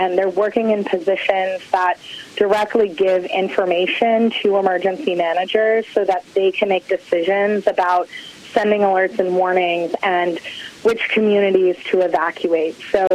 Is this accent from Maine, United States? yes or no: yes; Maine, United States; Yeah, so I grew up in Maine, so very far removed from Katrina and the levee failure down in New Orleans.